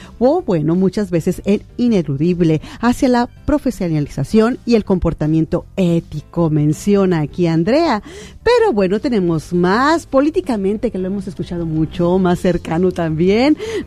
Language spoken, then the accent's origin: Spanish; Sinaloa, Mexico; nos desafía directamente como mexicanos y sinaloenses